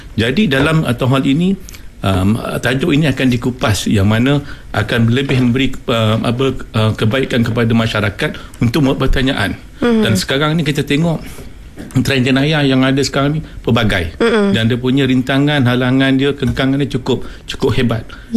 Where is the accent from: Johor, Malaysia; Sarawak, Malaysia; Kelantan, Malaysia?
Johor, Malaysia; now in Perak, Malaysia; Saya asal daripada Johor.